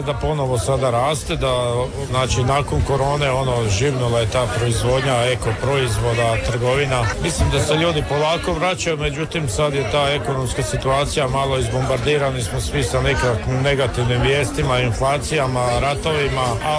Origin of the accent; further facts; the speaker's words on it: Koritna, Osijek-Baranja County, Croatia; OPG, dolazim iz Slavonije, od Đakova, selo Koritna.